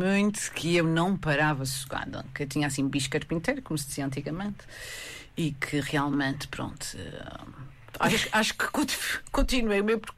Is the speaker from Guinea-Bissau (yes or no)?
no; Ponta Delgada, Azores, Portugal; Eu sou de São Roque.